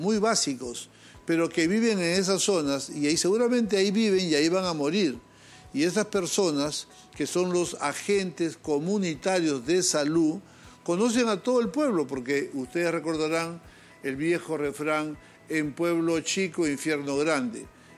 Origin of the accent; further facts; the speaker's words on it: Peru; esto es algo que como peruano tenía que decirlo